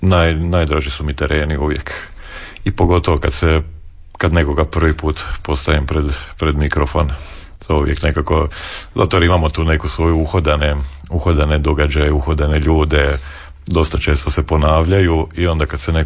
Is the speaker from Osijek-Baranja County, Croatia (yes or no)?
yes; Osijek, Osijek-Baranja County, Croatia; Odrastao sam u Osijeku, kako smo već spomenuli, i tu sam pohađao hrvatske škole